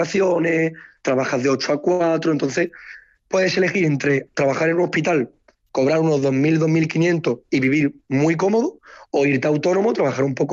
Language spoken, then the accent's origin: Spanish; Cádiz, Andalusia, Spain; moved away as an adult; aunque soy realmente de Cádiz, hago mis estudios en Sevilla, y yo decido emigrar. Yo voy a Montpellier, después he estado en París